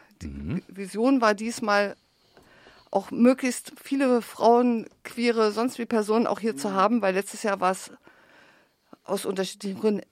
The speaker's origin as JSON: {"language": "German", "town": "Weimar", "region": "Thuringia", "country": "Germany", "said": "ich komme ja auch aus Weimar"}